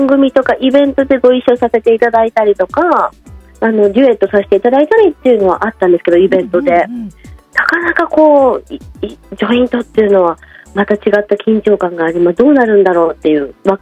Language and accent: Japanese; Yonago, Tottori, Japan; now in Tokyo, Japan; この歌はもうまさにこのふるさと鳥取県米子市を一緒に母が上京してくれて、